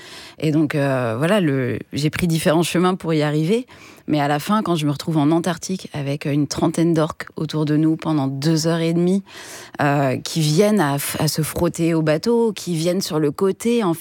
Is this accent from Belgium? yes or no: no; Troyes, Grand Est, France; also born or lived in Paris; Enfin, moi, je suis née à Paris, j'ai grandi à Troyes en Champagne